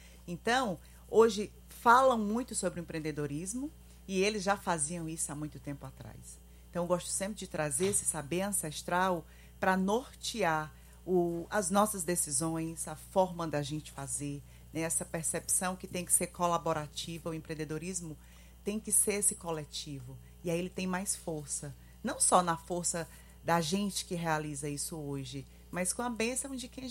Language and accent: Portuguese; Bom Jardim, Brazil; Então, nasci no Bom Jardim, né? Tenho 40 anos e moro lá.